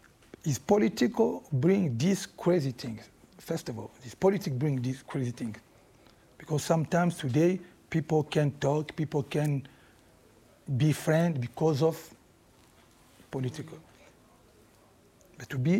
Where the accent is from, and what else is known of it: DR Congo; English is a second language